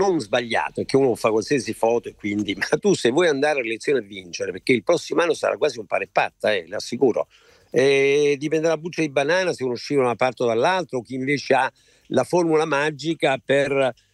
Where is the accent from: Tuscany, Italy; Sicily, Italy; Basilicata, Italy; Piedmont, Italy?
Basilicata, Italy; io sono della Basilicata, non sono potuto venire questa volta.